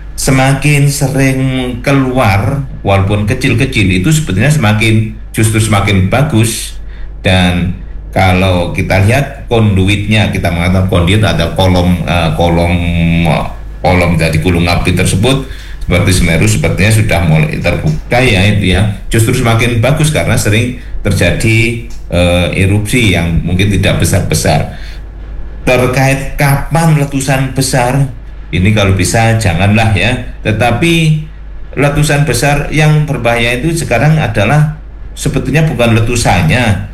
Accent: Lumajang, East Java, Indonesia; now in Malang, Indonesia

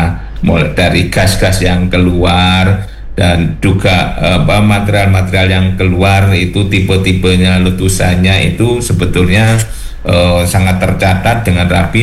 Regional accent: Lumajang, East Java, Indonesia; now in Malang, Indonesia

